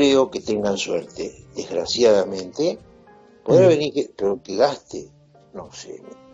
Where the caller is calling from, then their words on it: Mar del Plata, Buenos Aires Province, Argentina; yo vivo en Bolívar y Santiago del Estero